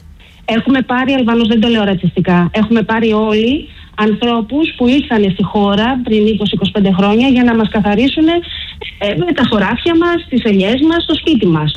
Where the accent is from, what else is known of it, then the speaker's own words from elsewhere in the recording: Greece; Εγώ πάντως λέω ότι είμαστε Έλληνες.